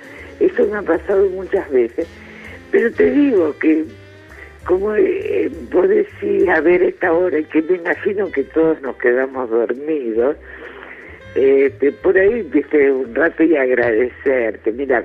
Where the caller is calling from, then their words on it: Greece; de Grecia.